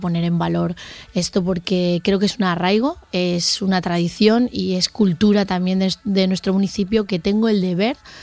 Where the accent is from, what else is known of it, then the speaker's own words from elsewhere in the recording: Xirivella, Valencian Community, Spain; producto típico de Chirivella, que son les botifarres en oli, o les botifarres de seba, que digo en allí en mi pueblo.